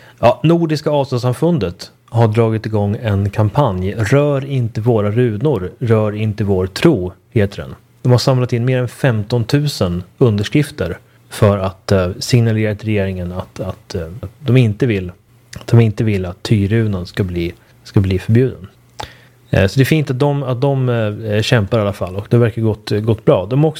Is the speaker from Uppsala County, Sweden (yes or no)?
yes; Uppsala County, Sweden; till exempel där jag växte upp utanför Uppsala, där kan man tycka att det är väldigt mycket runstenar i landskapet.